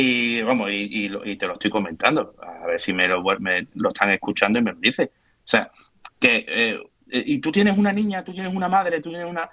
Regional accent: Ceuta, Spain; Ya no como ceutí

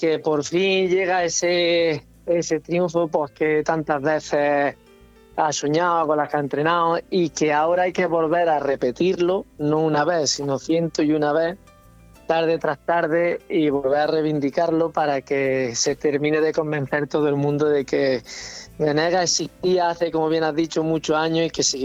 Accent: Benidorm, Valencian Community, Spain; also born or lived in Jaén; now in Beas de Segura, Spain; por allí, por mi tierra de Benidorm.

